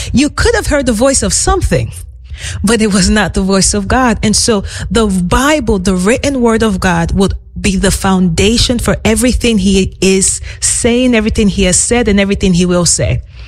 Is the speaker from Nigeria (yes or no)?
yes; Nigeria; I grew up in Nigeria, you know, and Africa is no stranger to this.